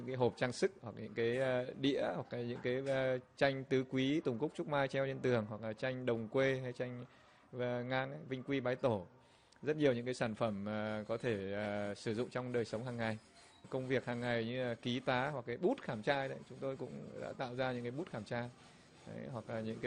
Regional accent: Hanoi, Vietnam; born there

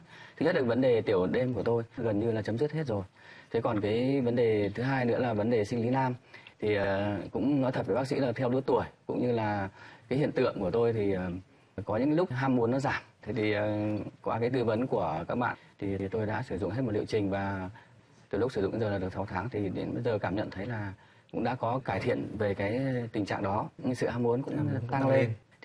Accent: Hanoi, Vietnam; tôi năm nay 57 tuổi. Tôi đến từ Hà Nội.

